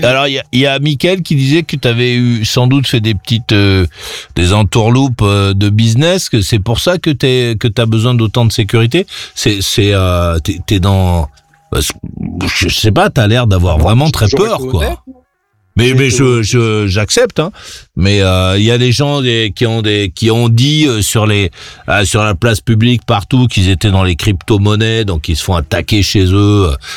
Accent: Paris, Île-de-France, France; born there; Moi, j'habite à Paris depuis toujours, je m'absente, je reviens, je repars.

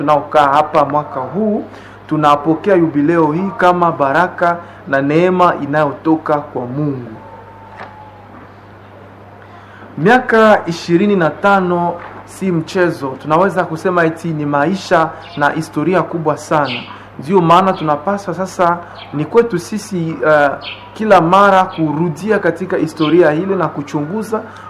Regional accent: Bukavu, South Kivu, DR Congo; natokea Arsidioseza ya Bukavu

